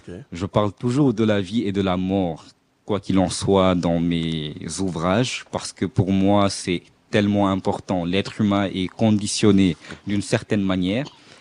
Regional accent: Senegal; je parle du Sénégal, qui est ma patrie, bien sûr.

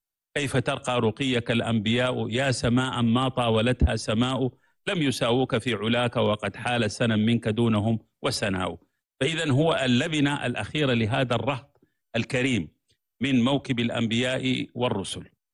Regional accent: Sudan; فانا سوداني بمنطق وطن الجغرافيا، افريقي بمنطق وطن الجوار، وانتمي الى الامه العربيه بمنطق اللسان من المحيط الى الخليج، وانتمي الى الامه الاسلاميه بمنطق العقيده من طنجه الى جاكرتا،

